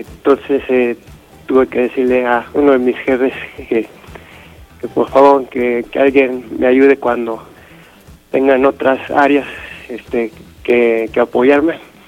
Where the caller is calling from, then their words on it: Mexico City, Mexico; De la Ciudad de México, en Benito Juárez.